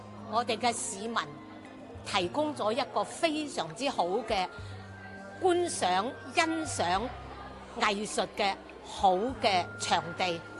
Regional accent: Guangzhou, Guangdong, China; 我哋廣州人，我哋廣東人。

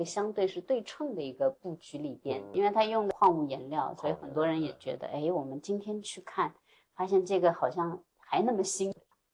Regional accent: China

